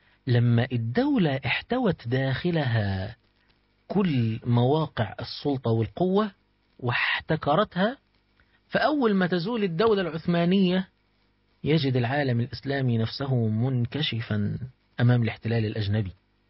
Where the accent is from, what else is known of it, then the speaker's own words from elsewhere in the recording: Egypt; إحنا عندنا في مصر مثلا طول عمرنا عندنا الأزهر